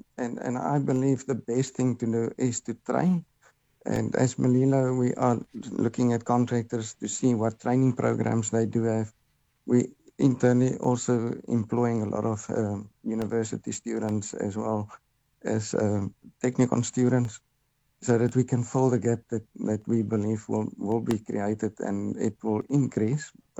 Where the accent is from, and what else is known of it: South Africa